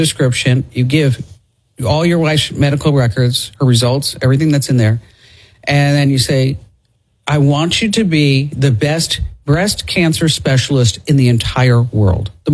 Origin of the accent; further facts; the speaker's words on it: New Jersey, United States; I'm from New Jersey. I can handle this.